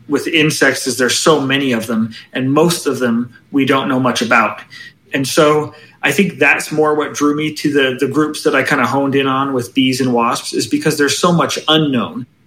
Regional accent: Provo, Utah, United States; I grew up in northern Provo.

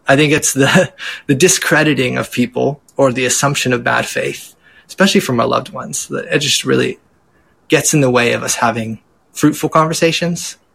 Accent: San Diego, California, United States; But I grew up in San Diego. And if you're familiar with Southern California, we have a lot of fires and increasingly a lot of fires.

